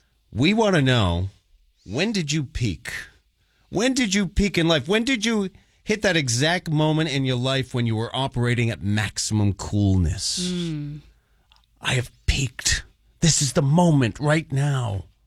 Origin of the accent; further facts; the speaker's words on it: Worcester, Massachusetts, United States; growing up in Worcester, the city of the Seven Hills, the Paris, the 80s.